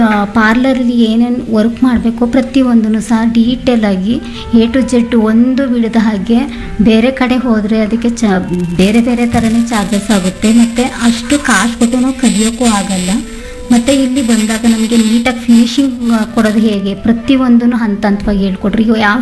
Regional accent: Ramanathapura, Karnataka, India; moved away as an adult; now in Kalkunike, Hunsur, India; ನಾನು ಪ್ರಸ್ತುತ ಇವಾಗಿರೋದು ಕಲ್ಕುಣಿಕೆನೆ. ನಮ್ಮ ತಾಯಿ ಊರು ಬಂದು ರಾಮನಾಥಪುರ ಗಂಗೂರ್ ಅಂತ. ನಾನು ಹುಣಸೂರಿಗೆ ಮದುವೆ ಆಗಿದ್ದೀನಿ. ನಮ್ಮೂರು ಕಲ್ಕುಣಿಕೆ, ಹುಣಸೂರು ತಾಲೂಕು, ಮೈಸೂರು ಜಿಲ್ಲೆ.

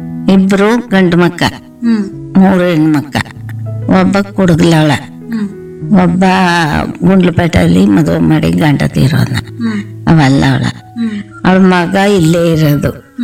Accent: Dyalapura, Karnataka, India; ನಾವು ದ್ಯಾಲಪುರ ನಾಡಿ.

